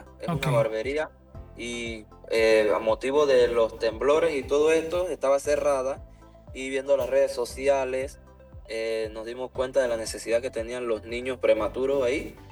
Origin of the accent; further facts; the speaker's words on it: Chitré, Herrera, Panama; Sí, somos de acá, de Chitré.